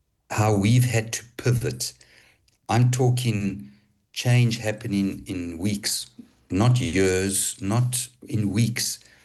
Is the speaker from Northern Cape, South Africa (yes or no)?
no; Johannesburg, Gauteng, South Africa; moved away as an adult; also born or lived in Zimbabwe; Left soon after the war, 1981, went to Johannesburg. Finished my schooling in Johannesburg, remained in Johannesburg till about 2004.